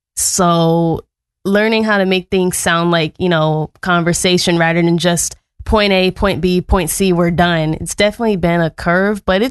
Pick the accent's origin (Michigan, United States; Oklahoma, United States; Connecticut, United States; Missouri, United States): Michigan, United States; Detroit; moved away as an adult; now in Muncie, Indiana, United States; I'm from Detroit, Michigan. It's about 5 hours from here.